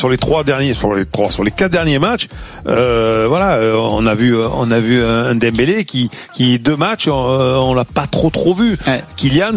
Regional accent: France; on est Français

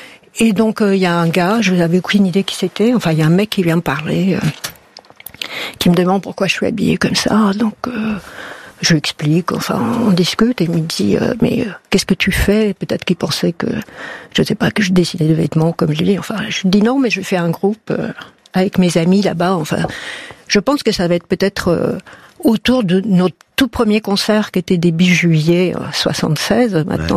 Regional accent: France; on est des … from France, comme c'est marqué sur l'affiche.

